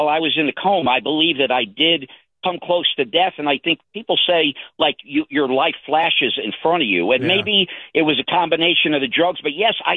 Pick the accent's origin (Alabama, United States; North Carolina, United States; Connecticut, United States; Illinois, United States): Connecticut, United States; moved away as an adult; now in South Carolina, United States; when I was like 5 years old growing up in Connecticut all my life, and the people that I've known since I moved to South Carolina 30 years